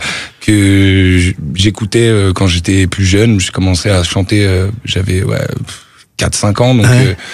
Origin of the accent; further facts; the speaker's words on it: Paris, Île-de-France, France; Parce que malheureusement je suis de Paris